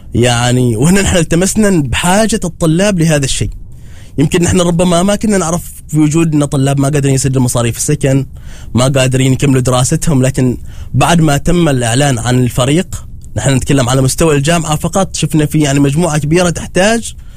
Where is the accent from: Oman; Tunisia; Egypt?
Oman; نحن كمجتمع عماني